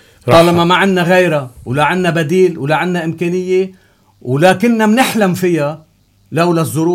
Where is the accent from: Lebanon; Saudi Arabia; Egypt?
Lebanon; نحن كلبنانيين شو مصلحتنا؟